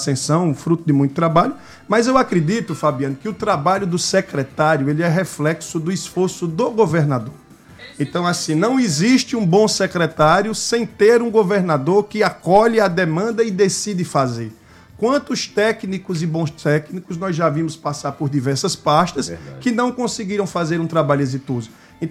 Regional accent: Araripina, Pernambuco, Brazil; moved away as an adult; now in Paraíba, Brazil; Sou de Araripina, no Pernambuco, divisa com o Piauí, mas sou cidadão paraibano já com título concedido pela Assembleia.

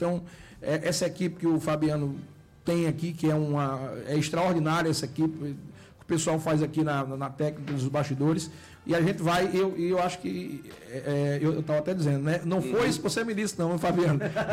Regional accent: Guarabira, Paraíba, Brazil; moved away; lá na minha terra natal, Guarabira

